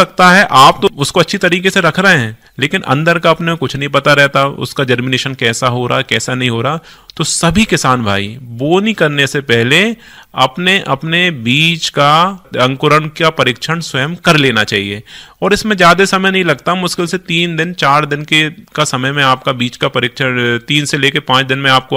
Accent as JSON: {"language": "Hindi", "area": "Sagar district", "region": "Madhya Pradesh", "country": "India"}